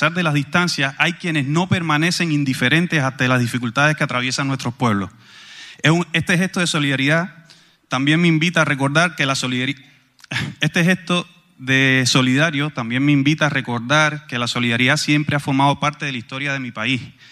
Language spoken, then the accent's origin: Spanish; Cuba; now in Canary Islands, Spain; soy de origen cubano.